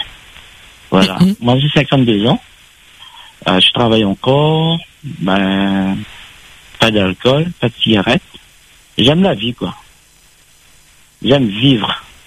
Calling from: the West, Réunion; je suis dans l'Ouest.

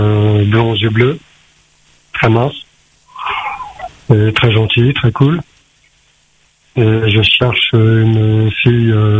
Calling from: Le Tampon, Réunion; je suis à Zoraï, j'habite au Tampon. Je fais 1m75, 43 ans

